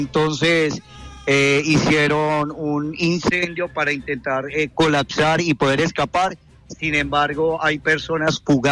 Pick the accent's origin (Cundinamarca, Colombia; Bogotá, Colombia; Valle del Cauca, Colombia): Valle del Cauca, Colombia; Cali; Nosotros, los locutores de RCN Radio, la mayoría somos de Cali y vivimos en los edificios aledaños a la emisora.